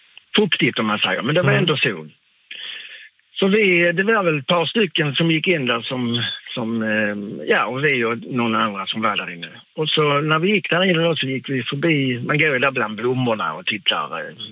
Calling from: Malmö, Skåne, Sweden; vi är från Malmö

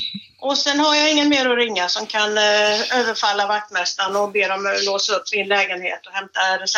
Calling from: Ulricehamn, Västra Götaland County, Sweden; Jag är inte riktigt i Jönköping. Jag kom ifrån Ulricehamn och jag är bottnare nu. Så vi är i Småland i alla fall.

